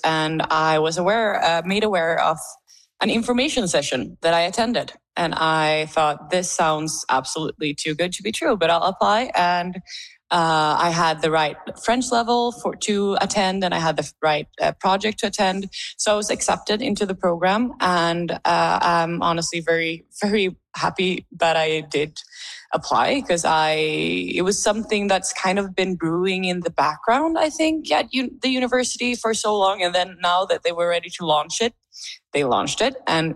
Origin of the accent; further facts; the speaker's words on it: Sweden; first language Swedish; English is a second language; since English isn't my first language is Swedish.